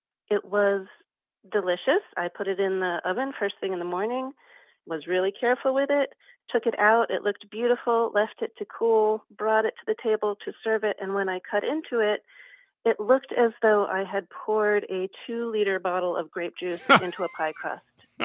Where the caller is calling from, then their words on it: Missouri City, Texas, United States; I'm calling from Missouri City, Texas.